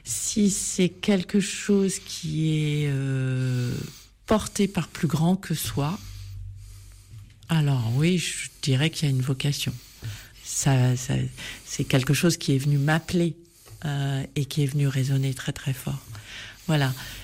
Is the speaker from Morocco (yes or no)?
no; Normandy, France; moved away; viens d'un milieu catholique, je suis née dans une ferme, enfin je ne suis pas née, j'ai grandi dans une ferme en Seine-Maritime.